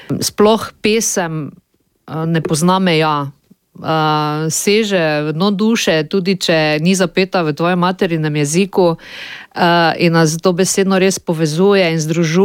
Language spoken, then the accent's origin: Slovenian; Šentilj, Drava, Slovenia; od tam, odkudr prihajam iz Šentilja, nekak nimamo teh niti dvojezičnih kakšnih sodelovanj, niti se v osnovni šoli naša generacija ni učila nemško.